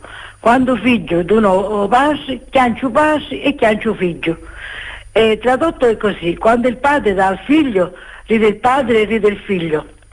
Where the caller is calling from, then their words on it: Milazzo, Sicily, Italy; da Milazzo.